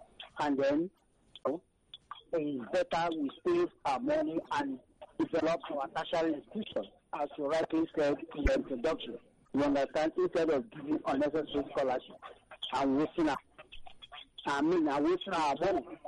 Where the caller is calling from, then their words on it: Abuja, Federal Capital Territory, Nigeria; I'm calling from Abuja.